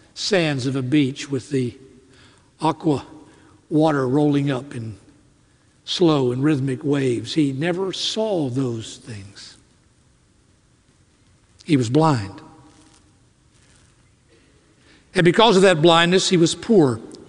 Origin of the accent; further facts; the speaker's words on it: Greensboro, North Carolina, United States; I'm from Greensboro, North Carolina